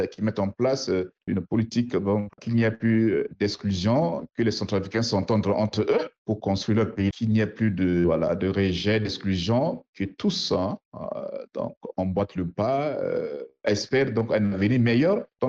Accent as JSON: {"language": "French", "country": "Central African Republic", "said": "voilà, en tant que Centrafricain, nous souhaitons que dans cette République-là, que nous connaissions vraiment la prospérité, le développement."}